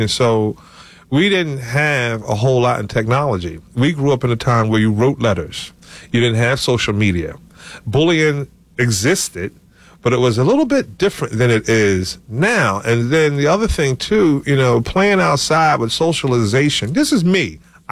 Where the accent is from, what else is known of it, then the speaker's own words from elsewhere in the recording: Philadelphia, Pennsylvania, United States; I grew up in West Philly, so I had to catch the 52, the L, and the subway to get to school.